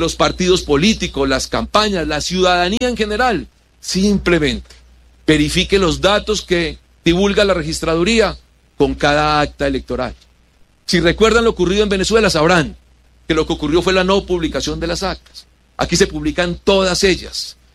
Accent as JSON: {"language": "Spanish", "country": "Colombia", "said": "lo que nos caracteriza como colombianos"}